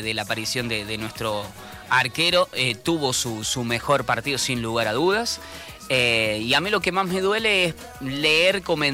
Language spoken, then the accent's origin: Spanish; Argentina